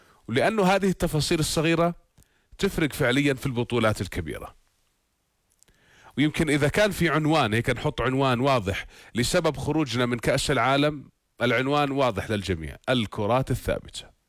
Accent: Jordan; إحنا كأردنيين

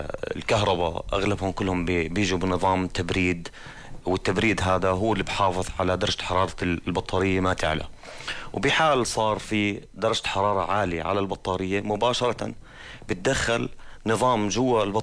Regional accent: Jordan

